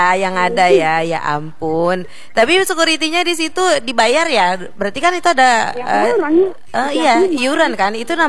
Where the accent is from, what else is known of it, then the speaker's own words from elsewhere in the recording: Perbaungan, North Sumatra, Indonesia; moved away; aku kan orang Perbongan aslinya. Desa lah. Janganlah nanti orang Perbongan marah pula dibilang desa ya kan. Bukan kota yang besar, kota kecil.